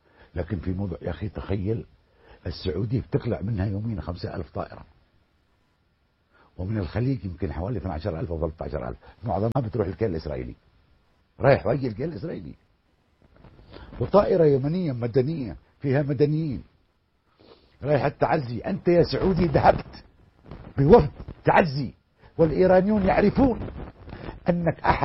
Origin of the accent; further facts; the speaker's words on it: Yemen; فانت كيمني